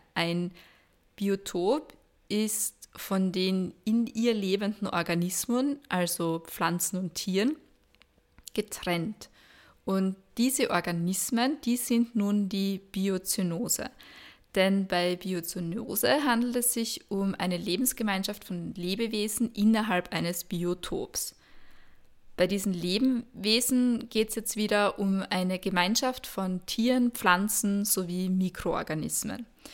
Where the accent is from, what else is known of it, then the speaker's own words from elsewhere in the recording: Austria; Ja, wie schaut das jetzt bei uns in Österreich aus? Laut der Aussage von Donald Trump voriges Jahr leben wir angeblich in Wäldern, alle Österreicher.